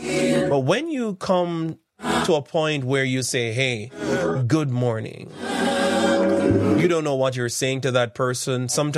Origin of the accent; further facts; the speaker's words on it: Jamaica; Growing up in Jamaica